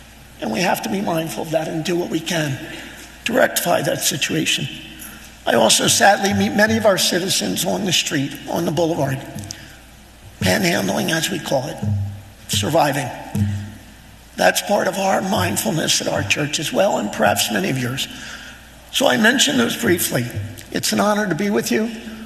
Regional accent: Philadelphia, Pennsylvania, United States; Born and raised in Kensington, of parents who worked in the mills.

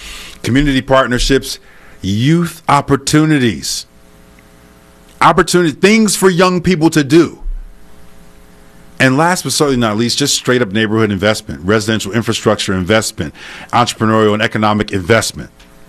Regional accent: Newark, New Jersey, United States; That's Newark, New Jersey. That's my hometown.

